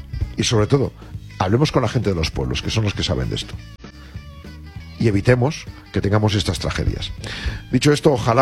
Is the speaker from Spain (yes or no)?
yes; Neila, Castile and León, Spain; Dos, nosotros en nuestros pueblos se vivía de los pinos. Con los pinos de mi pueblo en Neila, pues hacían, decían, las grandes crucetas de las velas de los barcos, ¿vale?